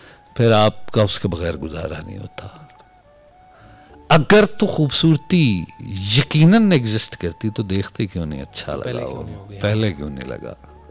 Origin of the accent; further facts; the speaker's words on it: Lahore, Punjab, Pakistan; پاکستان کے لاہور سے ہوں میں, اور لاہور سے شو کر رہا ہوں میں